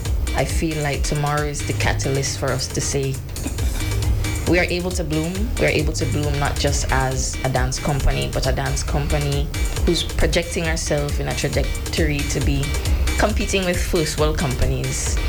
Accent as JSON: {"language": "English", "country": "Grenada", "tie": "born or raised there", "said": "I grew up here in Grenada"}